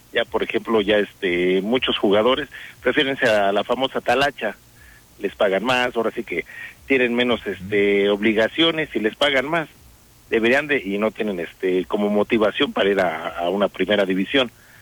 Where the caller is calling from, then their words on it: Mexico City, Mexico; De aquí de Iztapalapa para el mundo.